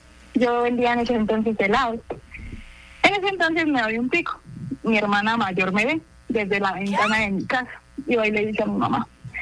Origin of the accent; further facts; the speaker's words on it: Boyacá, Colombia; Yo soy de Cama, Boyacá.